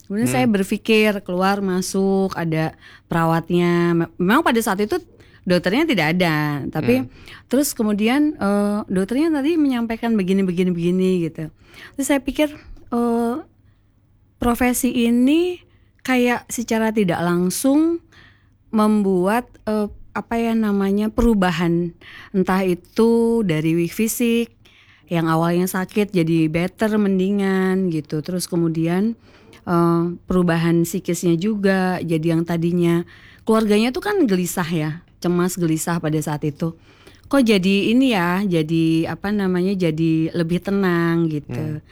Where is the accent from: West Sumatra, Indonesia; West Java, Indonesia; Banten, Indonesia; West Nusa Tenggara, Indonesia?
West Java, Indonesia; Jadi kan setiap tahun tuh saya kan kebetulan dari Jawa Barat. Jadi kalau lebaran ke sana. Lebaran ke Jawa Barat.